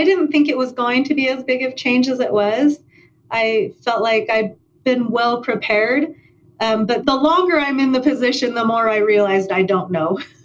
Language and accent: English; Springville, Utah, United States; I grew up in Springville, Utah.